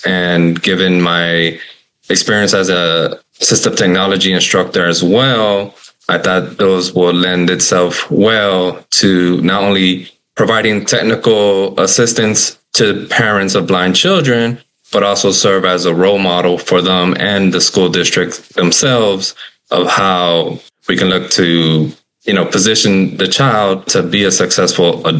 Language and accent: English; Miami, Florida, United States; I'm from Miami, Florida.